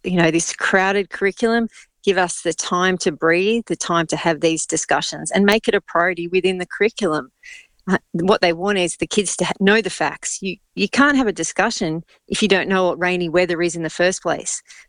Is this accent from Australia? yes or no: yes; Australia